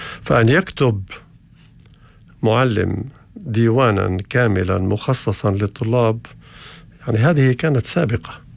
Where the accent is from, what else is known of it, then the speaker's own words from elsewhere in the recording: Maghar, Northern District, Israel; born there; قريتي المغار